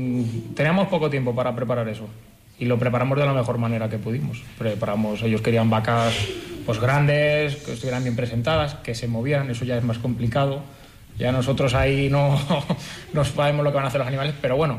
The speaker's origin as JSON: {"language": "Spanish", "town": "Castellón de la Plana", "region": "Valencian Community", "country": "Spain", "moved": "as an adult", "lives_now": "Cuenca, Spain", "said": "Sí, de Castellón. Yo llegué aquí ahora unos 10 años y nada, siempre mi pueblo es muy taurino y siempre hay muchas tradiciones a los toros."}